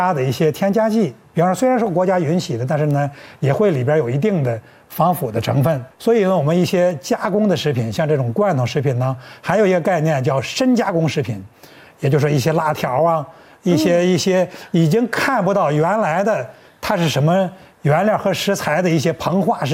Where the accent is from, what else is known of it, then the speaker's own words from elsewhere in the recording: China; 我们中国人